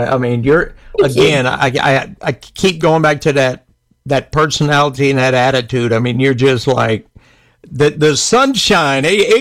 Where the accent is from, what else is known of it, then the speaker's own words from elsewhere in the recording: Louisiana, United States; And she's from California. I'm from Louisiana.